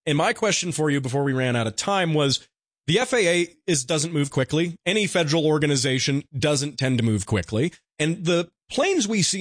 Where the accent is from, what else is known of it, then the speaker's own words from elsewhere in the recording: United States; it's tough to say this as an American